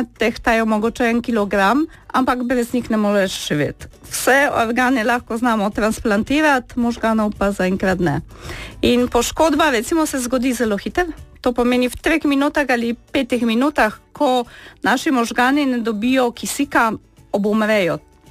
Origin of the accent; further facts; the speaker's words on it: Kraków, Lesser Poland, Poland; Slovenian is a second language; moved away as an adult; now in Slovenia; Prihajam iz Poljske, iz Krakova, tam sem študirala medicino, spoznala svojega moža in potem sva se odločila, da mogoče nadaljujeva svojo pot v Sloveniji.